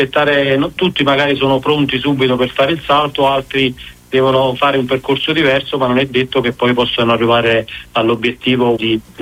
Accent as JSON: {"language": "Italian", "town": "Naples", "region": "Campania", "country": "Italy", "said": "soprattutto per me da napoletano"}